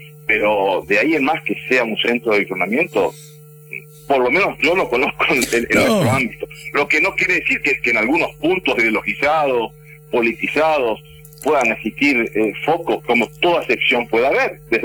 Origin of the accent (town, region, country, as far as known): Argentina